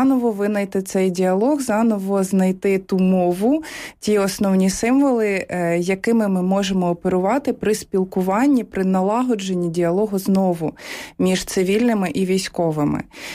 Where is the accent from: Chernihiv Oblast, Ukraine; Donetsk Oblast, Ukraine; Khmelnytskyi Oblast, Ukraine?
Chernihiv Oblast, Ukraine; І я сама з Чернігівської області